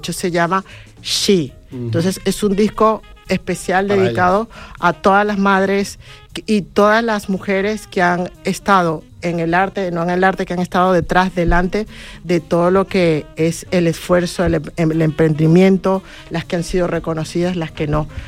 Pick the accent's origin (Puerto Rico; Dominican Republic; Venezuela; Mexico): Venezuela